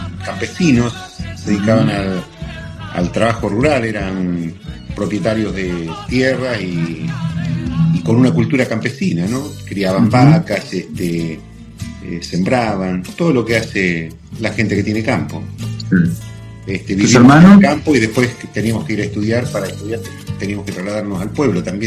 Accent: Quimilí, Santiago del Estero, Argentina; Yo nací en el campo y después me crié en Quimilí, fui a mi escuela primaria en Quimilí. Quimilí es una prolongación de la parte rural de Santiago.

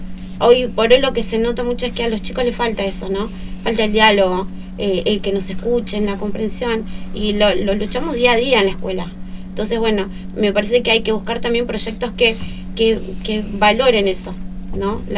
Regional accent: Argentina; como somos los argentinos

